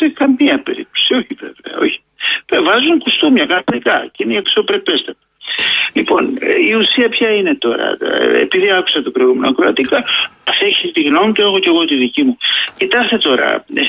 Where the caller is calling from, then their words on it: Central Macedonia, Greece; επειδή κατάγομαι και ολίγων από Χαλκιδική